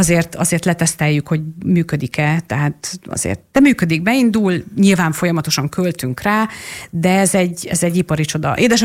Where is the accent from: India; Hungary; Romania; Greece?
Hungary; Hajdúszoboszló, Hajdú-Bihar; A legtöbb szoboszlói mondjuk ezt mondja, én nagyon lokálpatrióta vagyok, tehát én a fürdőben nőttem föl, én a fiatal koromat a fürdőben töltöttem.